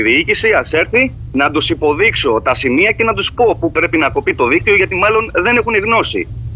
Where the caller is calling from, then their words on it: Kypseli, Crete, Greece; το χωριό μου η Κυψέλη